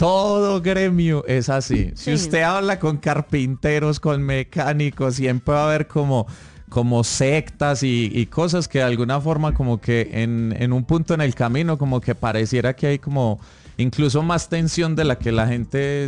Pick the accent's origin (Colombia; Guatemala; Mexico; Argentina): Colombia; Antioquia; moved away; sentía que era que me lo decían como por paisa